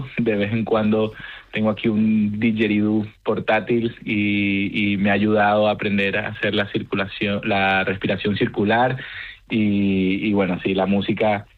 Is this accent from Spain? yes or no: no; Caracas, Capital District, Venezuela; born there; primero quisiera aclarar que aunque soy, o sea, que nací en Caracas, soy español de origen.